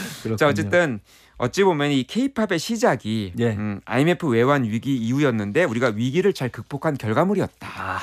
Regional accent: South Korea; 내가 이제 한국에서 왔다

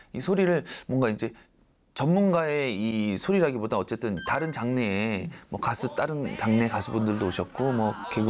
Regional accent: Sokcho, Gangwon, South Korea; 네. 고향이 속초입니다.

